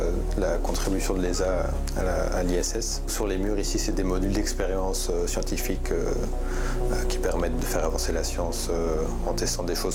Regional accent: Brussels, Brussels-Capital Region, Belgium; moved away as an adult; now in Noordwijk, Netherlands; j'ai 29 ans. Je viens de Bruxelles, du coin de Etterbeek et XL

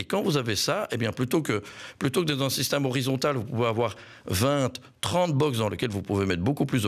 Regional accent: Watermael-Boitsfort, Brussels-Capital Region, Belgium; moi je suis originaire de Watermal et j'ai beaucoup traîné dans ces rues-là quand j'étais scout et chef scout.

